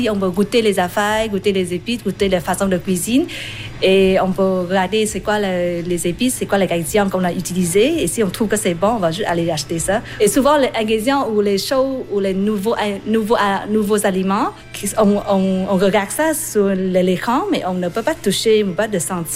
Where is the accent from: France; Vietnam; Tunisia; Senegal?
Vietnam; French is a second language; Je viens de Vietnam.